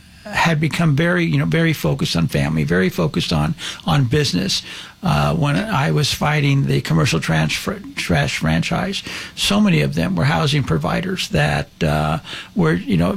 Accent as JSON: {"language": "English", "town": "Los Angeles", "region": "California", "country": "United States", "tie": "born or raised there", "said": "I grew up in Los Angeles."}